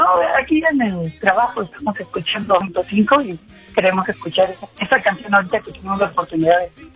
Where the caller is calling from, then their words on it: Progreso de Obregón, Hidalgo, Mexico; yo soy de Progreso de Obregón